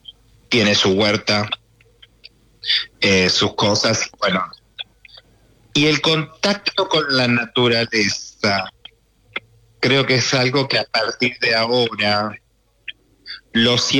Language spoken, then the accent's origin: Spanish; Lonquimay, La Pampa, Argentina; now in Los Angeles, United States; también soy de La Pampa.